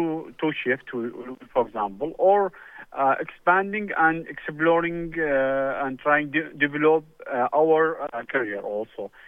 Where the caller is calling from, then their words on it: Baghdad, Baghdad Governorate, Iraq; from Baghdad.